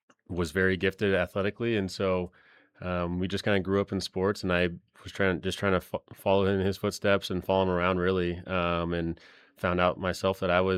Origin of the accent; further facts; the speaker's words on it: Las Vegas, Nevada, United States; I grew up in Las Vegas. I was the youngest of three siblings